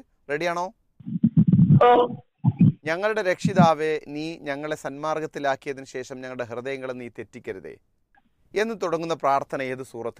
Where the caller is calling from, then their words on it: Mankada, Kerala, India; മംഗട കൂട്ടുന്നാണ് വിളിക്കുന്നത്.